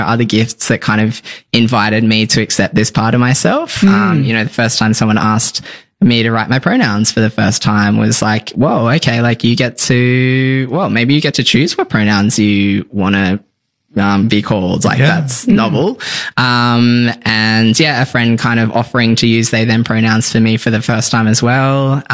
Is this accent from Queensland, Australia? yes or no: no; Tamworth, New South Wales, Australia; so I grew up in Tamworth, a country town in New South Wales, country music capital of Australia.